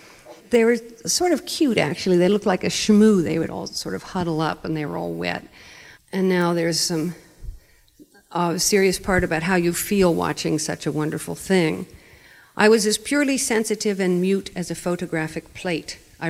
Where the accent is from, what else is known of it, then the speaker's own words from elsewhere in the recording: Pittsburgh, Pennsylvania, United States; I'm from Pittsburgh